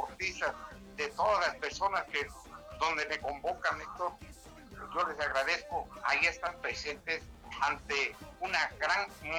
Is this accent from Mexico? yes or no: yes; Tlaxiaco, Oaxaca, Mexico; estar en mi tierra natal, en la heroica ciudad de Tlaxiaco